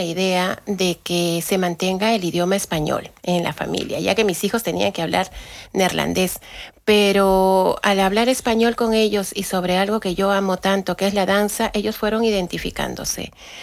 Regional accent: Peru; now in Belgium; como mamá, como peruana y como residente extranjera en este país que me acogió

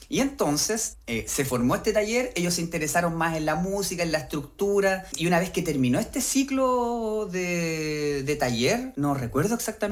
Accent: Chile; moved away as an adult; now in Brussels, Belgium; y yo llevo recién 10 años. Entonces yo me siento más chileno que belga, por supuesto.

